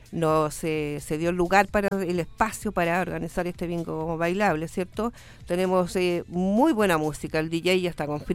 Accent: Chile; somos chilenos, Patito, y la comuna y los chilenos somos solidarios

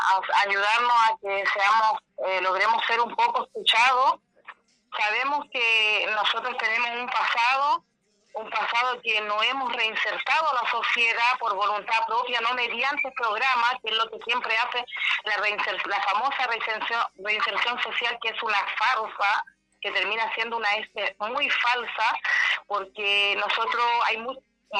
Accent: El Salado, Atacama, Chile; yo soy del Salado

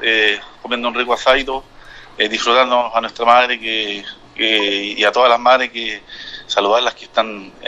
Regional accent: Chile; born there; volví al glorioso Carlomán, una de las ninguna de Víctor Mesina, donde yo nací

